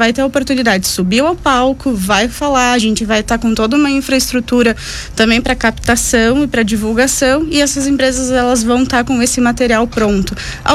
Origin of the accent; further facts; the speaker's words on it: Farroupilha, Rio Grande do Sul, Brazil; Não, mas eu sou de Farroupilha. E aí eu viajei muito, já circulei muito, morei em muitos lugares